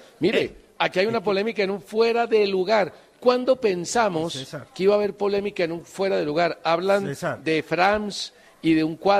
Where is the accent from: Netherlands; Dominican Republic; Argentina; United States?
Netherlands; Y soy holandés.